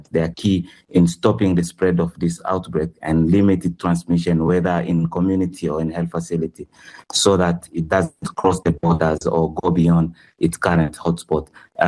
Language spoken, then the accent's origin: English; Goma, North Kivu, DR Congo; I grew up in Goma